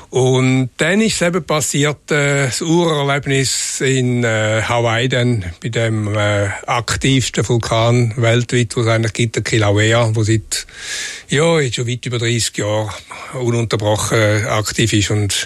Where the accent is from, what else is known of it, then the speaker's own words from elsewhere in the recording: Switzerland; Aber natürlich an sich als Schweizer ist es nicht gerade naheliegend, das stimmt natürlich auch.